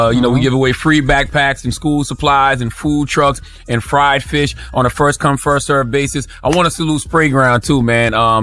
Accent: Moncks Corner, South Carolina, United States; all my folks in Monk's Corner, South Carolina, man, my hometown, I will be doing my annual back-to-school drive in Fish Fry.

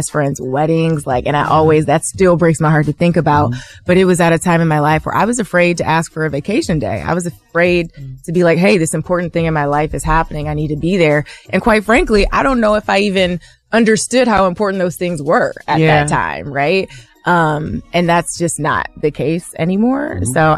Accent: Toledo, Ohio, United States; But being from Ohio, growing up in Toledo, thank God my parents are still here

